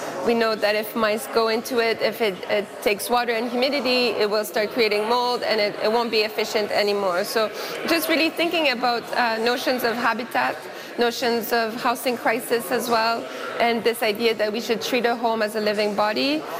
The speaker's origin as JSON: {"language": "English", "town": "Aylmer", "region": "Quebec", "country": "Canada", "tie": "born or raised there"}